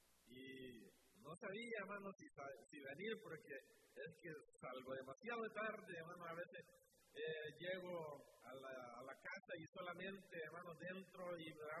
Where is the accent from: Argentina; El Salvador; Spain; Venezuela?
El Salvador; now in New Jersey, United States; soy de El Salvador. Y he convivido, hermano, tanto con los de Guatemala que a la gente me confunde ya